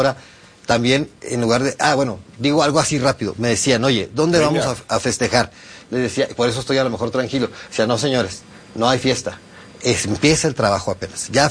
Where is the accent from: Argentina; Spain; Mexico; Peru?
Mexico; y entonces somos orgullosamente mexicanos, por supuesto